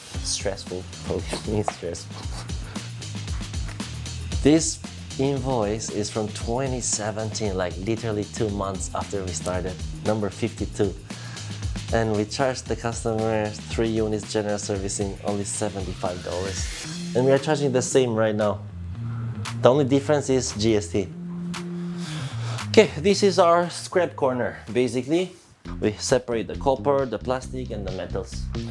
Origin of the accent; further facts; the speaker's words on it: Albania; now in Singapore; Like, I come from Albania.